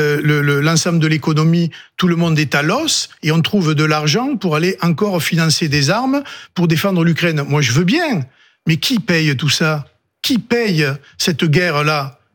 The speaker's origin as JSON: {"language": "French", "town": "Perpignan", "region": "Occitanie", "country": "France", "said": "Moi, chez moi, à Perpignan, les gens, beaucoup vont faire le plein en Espagne."}